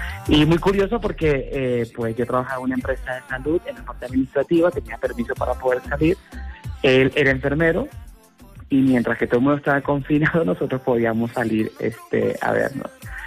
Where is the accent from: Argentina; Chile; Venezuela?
Venezuela; yo soy de Venezuela, él es de Colombia